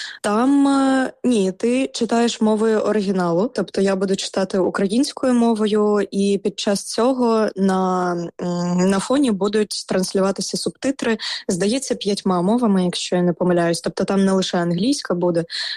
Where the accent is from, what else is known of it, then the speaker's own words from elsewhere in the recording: Crimea, Ukraine; now in Western Ukraine; І третій я написала «Я з Криму». У 14-му я переїхала на захід України.